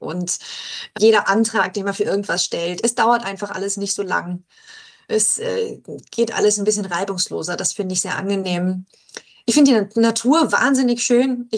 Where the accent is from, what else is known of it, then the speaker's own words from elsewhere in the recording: Germany; moved away as an adult; now in Austria; ich komme halt von 50 Kilometer in die Richtung. Also es ist ja sehr uninteressant eigentlich, dass ich aus Deutschland bin